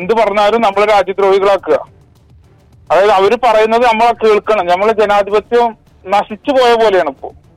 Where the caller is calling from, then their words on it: Sharjah, United Arab Emirates; ഞാൻ ഷാർജയിൽ നിന്നാ വിളിക്കുന്നേ.